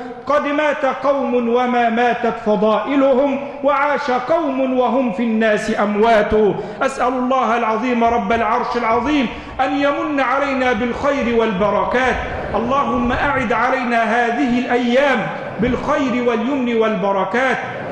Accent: Egypt

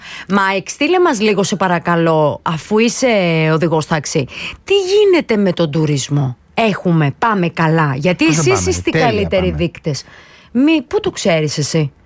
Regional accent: Thessaloniki, Central Macedonia, Greece; also born or lived in Giannitsa; Επίσης, εγώ μεγάλωσα στη Θεσσαλονίκη, μεγάλωσα στα Γιαννιτσά.

